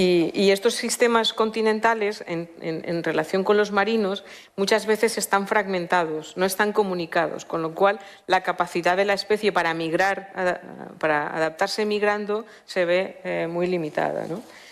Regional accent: Valencia, Valencian Community, Spain; como soy de Valencia

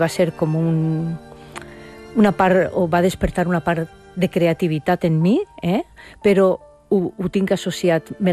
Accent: Burjassot, Valencian Community, Spain; moved away; Pues Antonio, Paco i jo som els tres de Burjassot, més o menys, del grup d'amics.

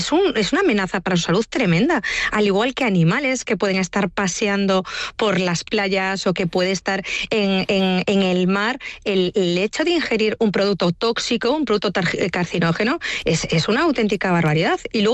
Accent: Galicia, Spain; A ver, yo como buena gallega, a veces tengo espíritu pesimista, ¿no?

